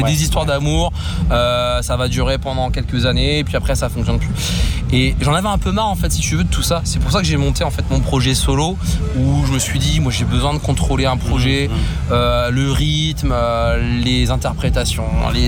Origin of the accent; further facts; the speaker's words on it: Les Grandes-Loges, Grand Est, France; Ah oui, je viens des Grandes Loges, donc c'est-à-dire à 5 km.